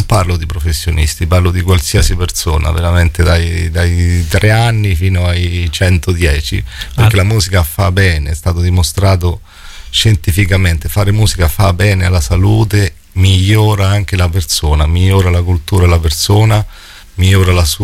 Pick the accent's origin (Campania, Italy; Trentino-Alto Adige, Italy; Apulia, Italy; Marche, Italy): Marche, Italy; sono marchigiano, siamo abituati a lavorare molto a testa bassa, non frequentiamo salotti o eventi